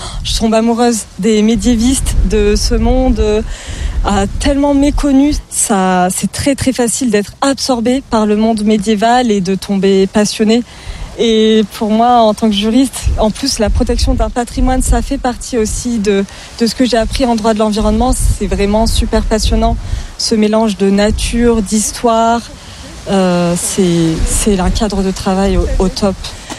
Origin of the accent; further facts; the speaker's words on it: Guilherand-Granges, Auvergne-Rhône-Alpes, France; born there; Oui, je suis née à Guillaume-en-Grange.